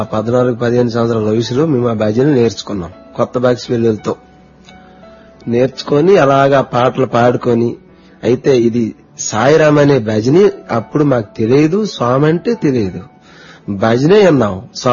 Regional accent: Odisha, India; born there; also born or lived in Markande village; టొబాక్స్ పెళ్లి మా తాతగారు ఊరు. నేను ఆ ఊరు పుట్టేవాడిని. మా తాతగారు ఊరు చిన్నప్పుడు ఆ ఊరు ఉండేవాళ్ళం.

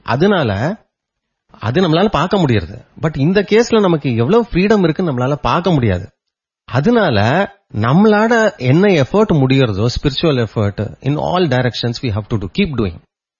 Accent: Chennai, Tamil Nadu, India; born or raised there; also born or lived in Madurai / Salem

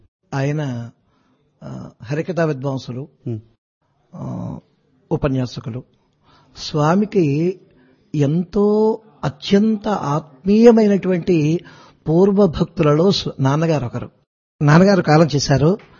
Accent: Ainapuram, Andhra Pradesh, India; 1959లో మా స్వగ్రామం ఇక్కడ అమలాపురం దగ్గరలో అయినాపురం అనేటువంటి ఊరు.

